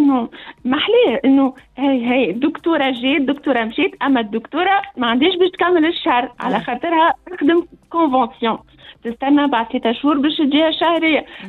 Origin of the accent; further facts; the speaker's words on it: Tunisia; moved away as an adult; now in France; أنا طبيبة تونسية قبل كل شيء. قريت في تونس كما قلت أنت، كملت اختصاص طب العائلة، خدمت في تونس وبعد اخترت أني نواصل مسيرتي المهنية في فرنسا.